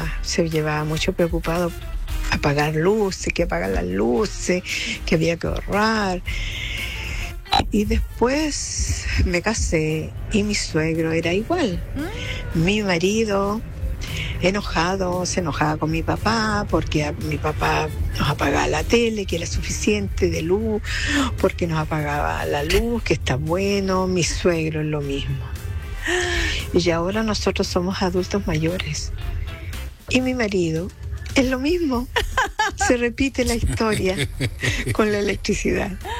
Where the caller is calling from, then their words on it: La Serena, Coquimbo, Chile; De aquí les hablo desde La Serena